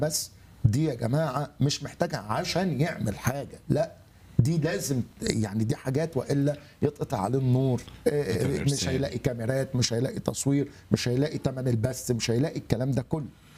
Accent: Egypt; أنا جاي من مصر مخصوص أحبائي للأمانة

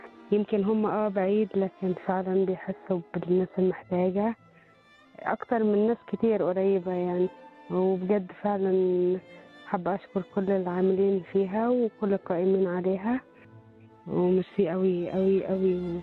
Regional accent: Asyut, Asyut Governorate, Egypt; من أسيوط.

